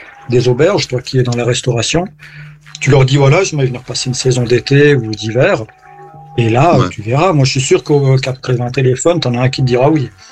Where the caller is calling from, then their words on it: Switzerland; Suisse, moi, je suis en Suisse, ouais. Je suis à 20 km de la frontière française.